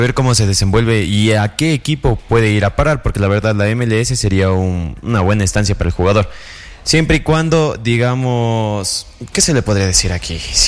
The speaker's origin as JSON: {"language": "Spanish", "country": "Ecuador", "said": "importante para nosotros como ecuatorianos"}